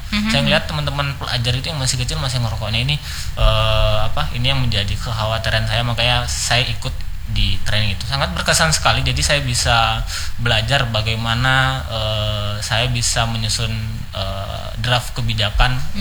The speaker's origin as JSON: {"language": "Indonesian", "region": "East Kalimantan", "country": "Indonesia", "tie": "born or raised there", "moved": "yes", "lives_now": "Samarinda, Indonesia", "said": "saya kan lahir sebenarnya bukan di Samarinda, tapi saya lahir di Kukar, Kutai Kartanegara. Saya orang asli Kutai memang"}